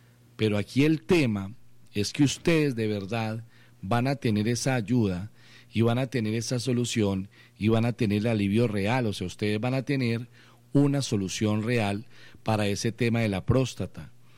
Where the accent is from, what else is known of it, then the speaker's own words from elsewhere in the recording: Colombia; nosotros, como buenos colombianos